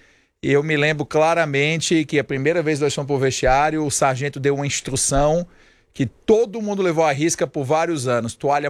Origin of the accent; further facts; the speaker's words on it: Ceará, Brazil; Eu sou cearense, certo? Eu já falei isso várias vezes no programa.